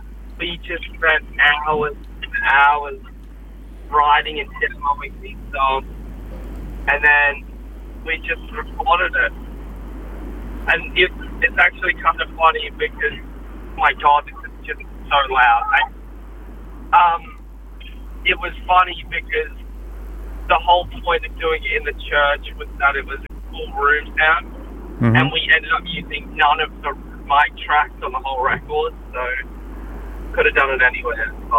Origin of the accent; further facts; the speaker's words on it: Melbourne, Victoria, Australia; We're from Melbourne.